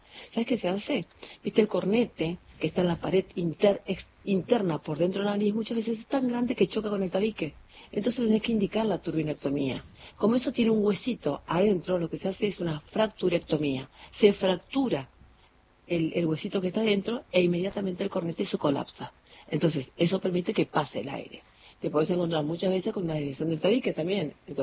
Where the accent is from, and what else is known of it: Bellavista, Corrientes, Argentina